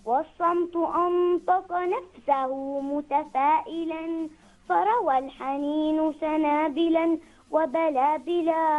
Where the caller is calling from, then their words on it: Yanqul, Ad Dhahirah, Oman; من ولاية ينقل